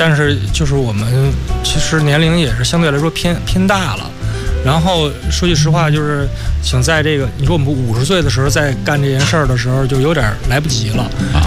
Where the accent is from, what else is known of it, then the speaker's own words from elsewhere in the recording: Beijing, China; 在那边土生土长的北京孩子